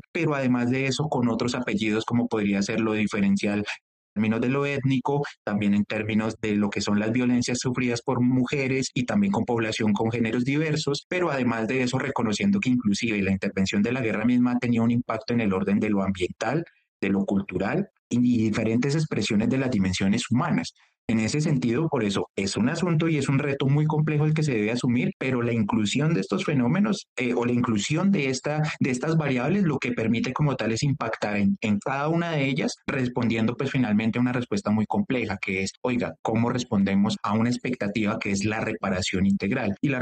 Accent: Colombia; a nosotros todos como colombianos y colombianas.

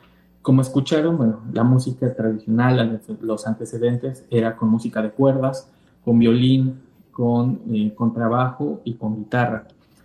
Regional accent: Mexico; en nuestro país, en mi país

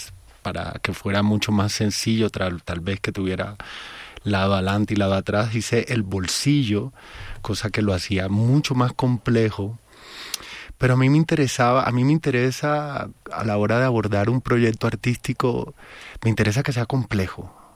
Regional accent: Cartagena, Bolívar, Colombia; moved away as an adult; now in Bogotá, Colombia; Y yo soy de Cartagena

